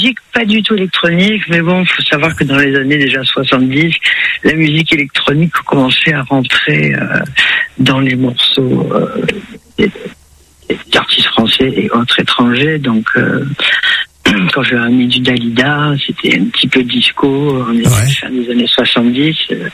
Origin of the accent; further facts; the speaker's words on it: northern France, France; now in Nébian, France; Et c'était ce côté artistique de la petite famille du nord de la France, parce que je viens du nord de la France.